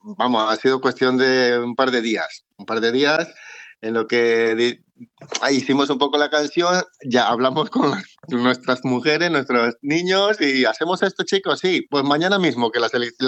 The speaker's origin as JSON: {"language": "Spanish", "country": "Venezuela", "moved": "yes", "lives_now": "Spain"}